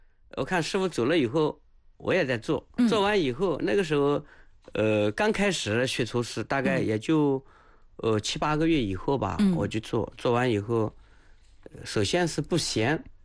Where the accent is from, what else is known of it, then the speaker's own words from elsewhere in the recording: Anhui, China; moved away as an adult; also born or lived in Beijing; 作为一个安徽人